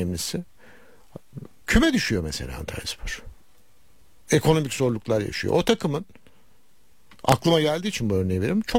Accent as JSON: {"language": "Turkish", "region": "Ankara", "country": "Turkey", "said": "Çünkü ben de Ankaralıyım."}